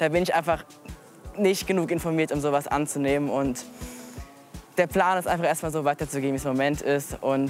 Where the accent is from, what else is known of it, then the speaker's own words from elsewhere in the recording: Darmstadt, Hesse, Germany; born there; Also ich bin hier in Darmstadt geboren und ansässig auch in Darmstadt.